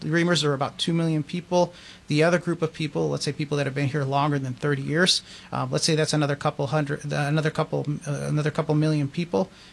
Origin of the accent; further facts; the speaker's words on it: Guatemala; now in United States; I mean, my family and I came here from Guatemala. We waited over 20 years to become citizens.